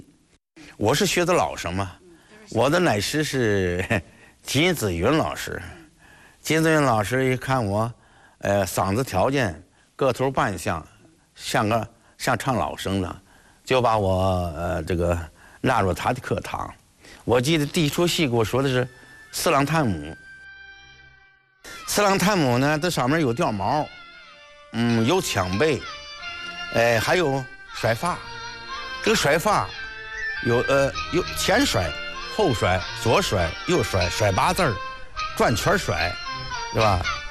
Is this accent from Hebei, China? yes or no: yes; Gaoyang, Hebei, China; also born or lived in Shijiazhuang; 我是1944年出生在河北省保定地区高阳县雷掌村。从我记忆当中，我们那儿地方非常的贫困，